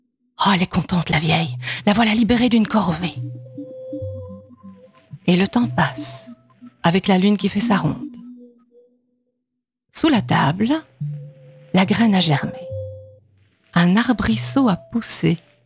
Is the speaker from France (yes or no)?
no; Namur, Wallonia, Belgium; oui, donc je viens de Namur.